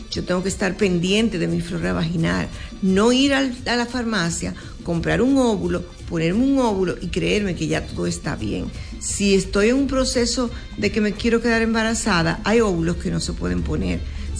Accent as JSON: {"language": "Spanish", "country": "Dominican Republic", "said": "los dominicanos somos dominicanos donde quiera"}